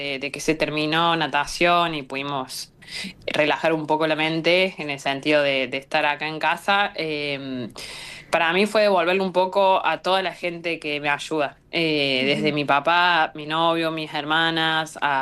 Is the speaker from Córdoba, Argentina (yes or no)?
yes; Río Cuarto, Córdoba, Argentina; yo soy de Río Cuarto, de Córdoba